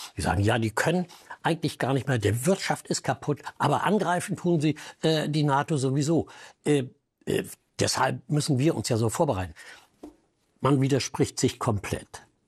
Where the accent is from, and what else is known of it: Germany